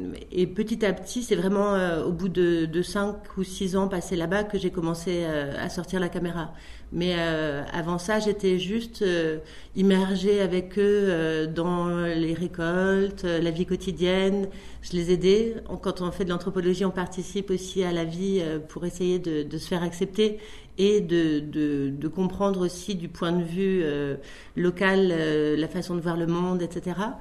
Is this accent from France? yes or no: yes; Puy-Saint-Vincent, Provence-Alpes-Côte d'Azur, France; je suis née donc à Puy-Saint-Vincent et j'ai grandi à Puy-Saint-Vincent, dans les Hautes-Alpes.